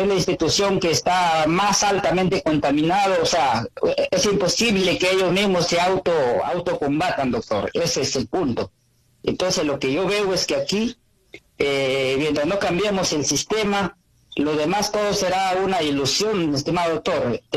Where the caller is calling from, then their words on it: Lambayeque, Peru; estoy llamando de la región de Lambayeque.